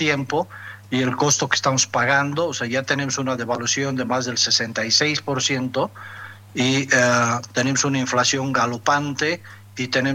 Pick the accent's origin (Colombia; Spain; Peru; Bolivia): Bolivia; somos todos los bolivianos